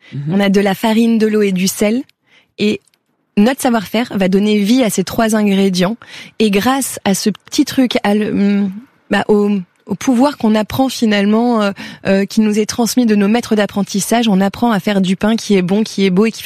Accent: France; moved away as an adult; now in Mexico; comme je suis une Française

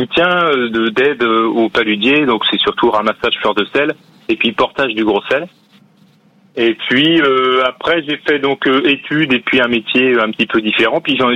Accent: Batz-sur-Mer, Pays de la Loire, France; Ah oui, moi je suis né dedans, j'allais dire. Je suis issu de Bas-sur-Mer.

